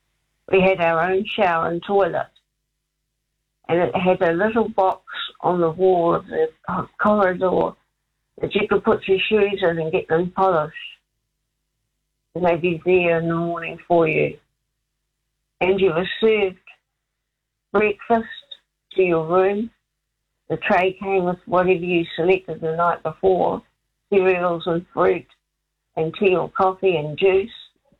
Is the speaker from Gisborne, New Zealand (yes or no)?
no; Wellington, New Zealand; moved away; I'm originally a Wellington girl